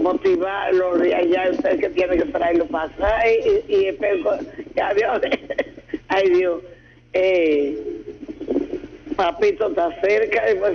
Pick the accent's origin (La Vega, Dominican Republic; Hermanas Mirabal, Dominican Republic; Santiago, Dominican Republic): Santiago, Dominican Republic; Navarrete; a mi pueblo Navarrete